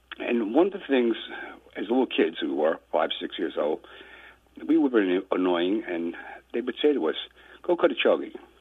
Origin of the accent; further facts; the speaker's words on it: Brooklyn, New York, United States; And, of course, I'm from Brooklyn, they're from Brooklyn, you become very fast friends.